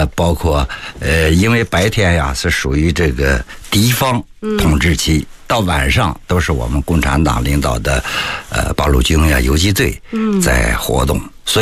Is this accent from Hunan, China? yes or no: no; Hebei, China; 我的老家南山堡村啊，原来在咱们京津冀地区有